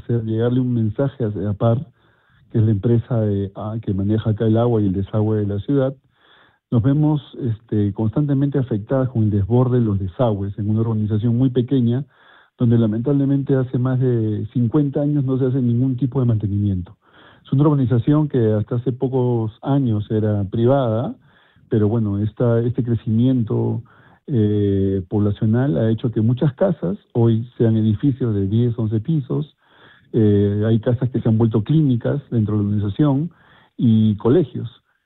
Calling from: Arequipa, Peru; lo llamo de la ciudad de Arequipa, específicamente el cercado de Arequipa.

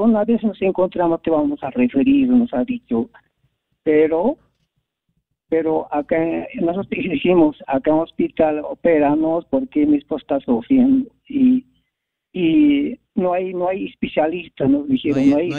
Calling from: Santa Rosa, Puno, Peru; Yo estoy llamando de Santa Rosa Milgarra, Puno.

